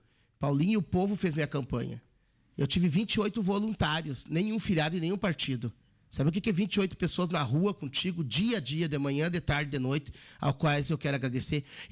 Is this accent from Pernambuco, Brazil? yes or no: no; Soledade, Rio Grande do Sul, Brazil; Onde eu vou, eu digo, sou de Soledad, é a capital das pedras preciosas.